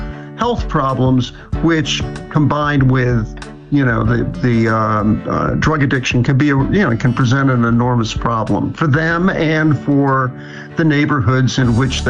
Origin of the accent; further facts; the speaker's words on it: New York City, New York, United States; And I should say, you know, I grew up in New York City.